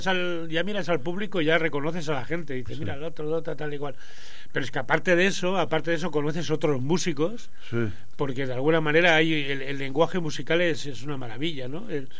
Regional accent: Rasquera, Catalonia, Spain; now in El Prat de Llobregat, Spain; en el Rasquera, en el pueblo, en mi pueblo.

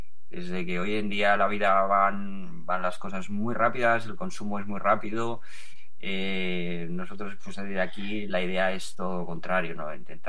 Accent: Barcelona, Catalonia, Spain; en mi ciudad, porque yo soy de Barcelona

